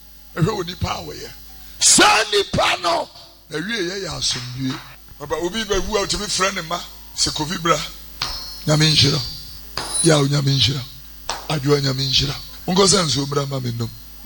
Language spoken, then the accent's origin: English; Kenya; I'm saying I'm from Kenya.